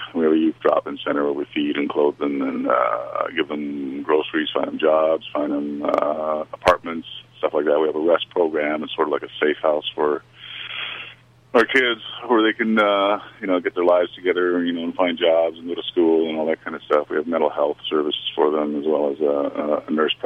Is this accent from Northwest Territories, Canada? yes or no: yes; Inuvik, Northwest Territories, Canada; born there; I was born in Inuvik in the Northwest Territories in 1967.